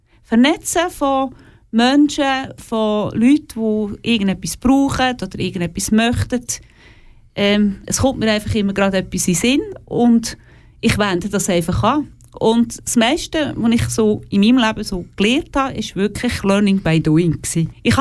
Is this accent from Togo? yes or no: no; Sursee, Lucerne, Switzerland; also born or lived in Oberkirch; ich bin zwar in Sursee geboren und auch dort aufgewachsen und nachher in Oberkirch.